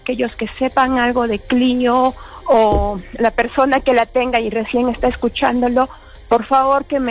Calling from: Arequipa, Peru; Yo soy de José Luis Bustamante

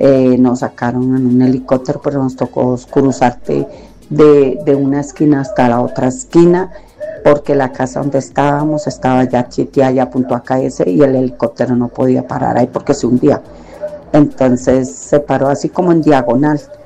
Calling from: Bogotá, Colombia; yo vivo en Casablanca, en Kennedy, en Casablanca 33 vivo yo, y yo vivo en quinto piso

